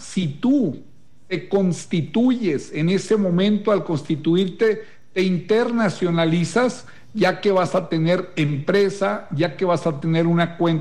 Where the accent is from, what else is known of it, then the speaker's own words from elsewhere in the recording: Mexico; Yo, siendo mexicano, tengo seguro social americano y tengo líneas de crédito en Estados Unidos